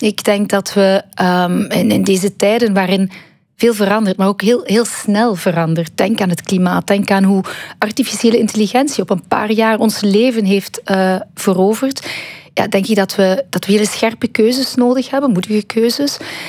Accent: Ghent, Flanders, Belgium

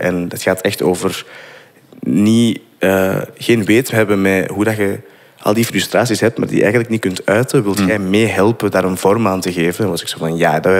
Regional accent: Turnhout, Antwerp, Belgium; Ja, ik ben van Turnhout, van Twee het Raad 00.

